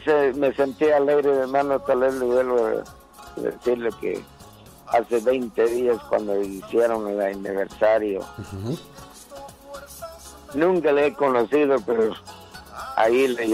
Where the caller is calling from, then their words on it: Guatemala; Aquí de Chipotón.